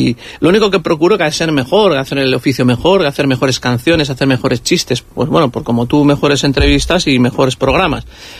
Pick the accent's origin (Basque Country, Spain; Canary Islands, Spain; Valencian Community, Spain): Basque Country, Spain; San Sebastián; yo creo que soy un chico de Donosti vasco, de nuestra cultura, y al final siempre me puedo apoyar ahí. O sea, ante la duda yo puedo hablar de nuestras locuras de Donosti, de ser guipuzcoano, de lo diferente que es ser de Bilbao y ser de Donosti